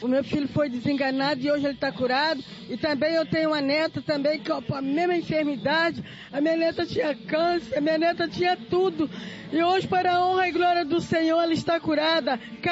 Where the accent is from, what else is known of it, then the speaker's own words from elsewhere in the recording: Itaboraí, Rio de Janeiro, Brazil; Irmã Sebastiana, eu vim de Itaburaí.